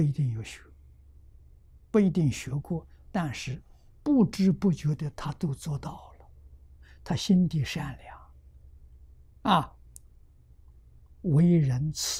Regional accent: China; 我们中国人算虚岁，外国人算实足年龄

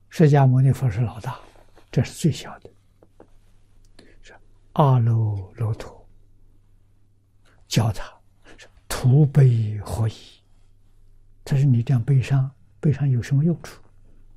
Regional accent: China; 我们中国人

